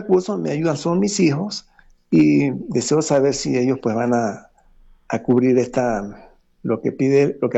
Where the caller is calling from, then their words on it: Bogotá, Colombia; En Bogotá